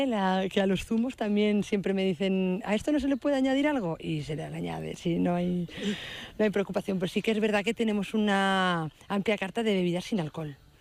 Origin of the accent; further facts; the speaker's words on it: Tenerife, Canary Islands, Spain; born there; Sí, nací en Tenerife.